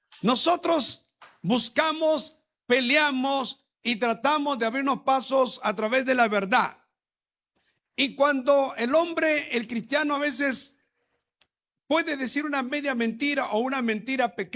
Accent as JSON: {"language": "Spanish", "country": "Peru", "lives_now": "Lima, Peru", "said": "como peruano nos gusta ver un país desarrollado"}